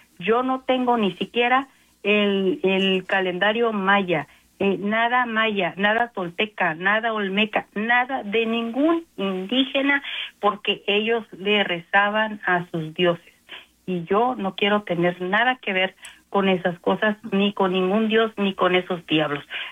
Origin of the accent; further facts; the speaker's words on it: Mexico; yo soy mexicana